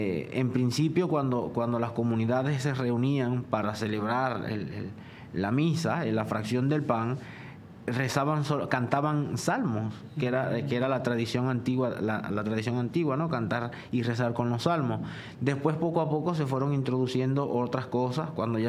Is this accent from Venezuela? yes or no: yes; Venezuela; Yo soy venezolano, yo no soy árabe, pero crecí en una comunidad, biritual.